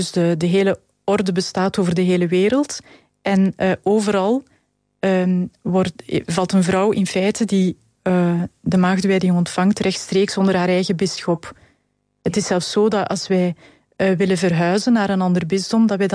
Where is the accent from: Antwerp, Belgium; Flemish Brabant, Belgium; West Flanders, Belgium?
Flemish Brabant, Belgium; Halle; born there; now in Galmaarden, Belgium